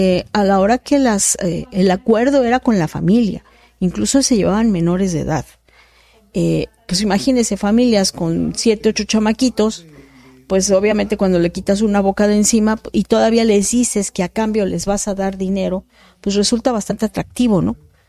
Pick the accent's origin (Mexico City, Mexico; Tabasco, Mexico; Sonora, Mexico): Tabasco, Mexico; sí le puedo decir de allá de mi pueblo donde vengo, de allá de Tabasco